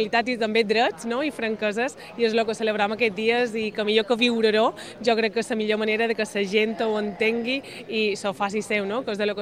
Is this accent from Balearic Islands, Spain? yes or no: yes; Balearic Islands, Spain; de saber qui som i com a mallorquins